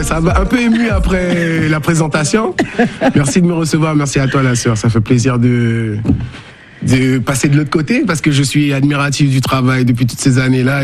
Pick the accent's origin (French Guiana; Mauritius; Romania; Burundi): French Guiana; born there